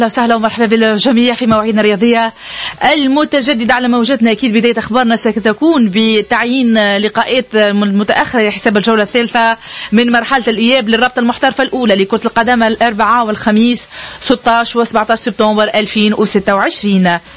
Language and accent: Arabic; Tunisia; بلادنا تونس